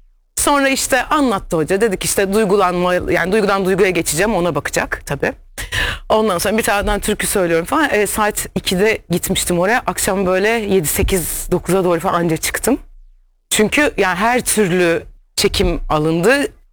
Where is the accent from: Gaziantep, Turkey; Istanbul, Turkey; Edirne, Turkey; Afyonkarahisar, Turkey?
Istanbul, Turkey; born there; also born or lived in Trabzon; İstanbul doğumluyum ama Karadenizli, Trabzonluyum, Trabzonsporluyum.